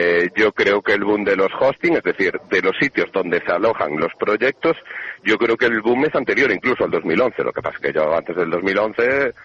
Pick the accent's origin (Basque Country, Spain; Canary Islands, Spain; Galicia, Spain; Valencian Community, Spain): Galicia, Spain; somos gallegos